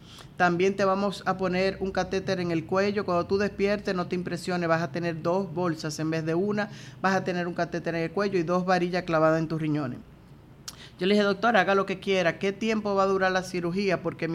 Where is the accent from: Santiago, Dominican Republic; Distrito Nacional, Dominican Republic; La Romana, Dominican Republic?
Santiago, Dominican Republic; Santiago de los Caballeros; now in United States; y yo soy de Santiago